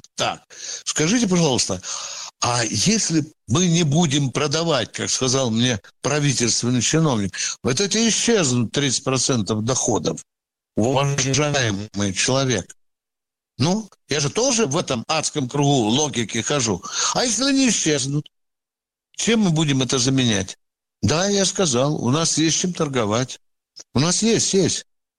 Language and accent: Russian; Moscow, Russia; Я еще москвичка, блин.